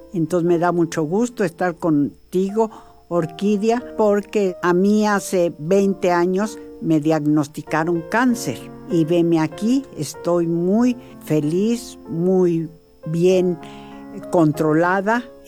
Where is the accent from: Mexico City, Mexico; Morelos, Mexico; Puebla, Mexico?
Mexico City, Mexico; born there; moved away as an adult; now in Hidalgo, Mexico; Soy de aquí, de Hidalgo, fíjate. Pero desde que nací, como al año, mi familia se fue a vivir a México, pero nacida de aquí, de Hidalgo. Entonces, toda la vida viví en México. Ya después nos regresamos aquí a Hidalgo por trabajo de mi esposo.